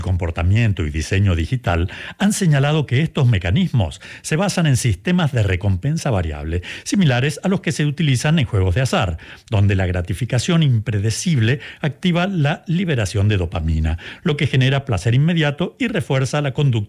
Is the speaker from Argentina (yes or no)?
yes; Santa Rosa, La Pampa, Argentina; Así es, en mi ciudad de origen, Santa Rosa, en Argentina, hay de estas máquinas de tragamonedas